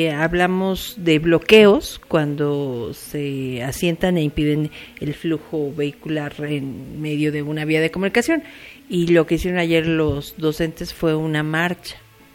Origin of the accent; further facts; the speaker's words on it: Mexico City, Mexico; born there; La Ciudad de México